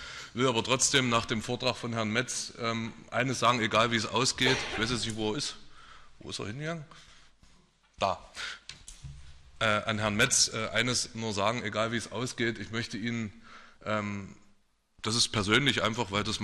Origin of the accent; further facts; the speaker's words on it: Thalheim, Saxony, Germany; Und ich gebe zu, ich komme aus Thalheim und bin 1987 geboren, ich habe keinen persönlichen Bezug zum Kulturpalast